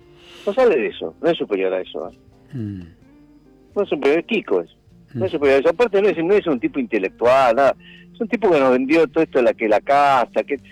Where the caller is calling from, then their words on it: Buenos Aires, Argentina; de Palermo.